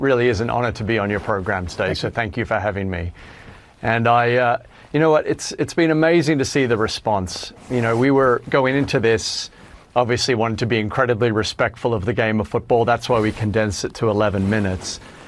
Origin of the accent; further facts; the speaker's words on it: Australia; I'm Australian and dual citizen with the United States.